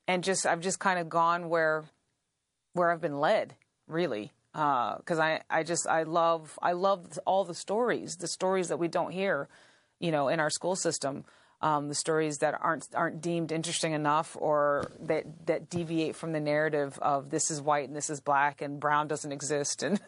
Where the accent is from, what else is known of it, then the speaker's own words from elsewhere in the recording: North Carolina, United States; I'm from North Carolina. from a mixed family, mixed black and white, and I know indigenous, you know, back there is kind of a typical Southern story of black, white, and red mixed in sort of indiscriminate ways.